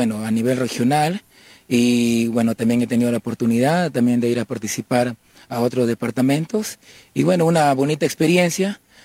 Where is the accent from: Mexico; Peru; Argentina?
Peru; Trujillo, La Libertad; trujillano, justamente de pura cepa.